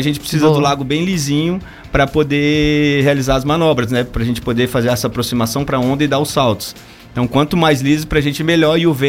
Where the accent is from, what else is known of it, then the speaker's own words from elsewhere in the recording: Brasília, Federal District, Brazil; Eu sou daqui de Brasília